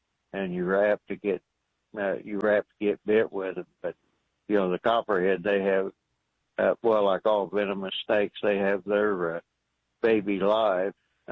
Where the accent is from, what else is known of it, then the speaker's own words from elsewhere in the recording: Midwest, United States; We grew up in the Midwest